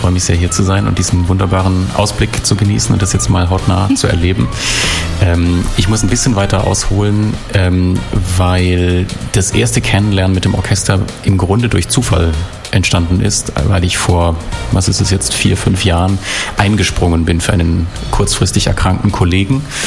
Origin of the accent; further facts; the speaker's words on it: Southwest Germany, Germany; die so ein bisschen eher aus meiner Heimat, nämlich aus Südwestdeutschland kommen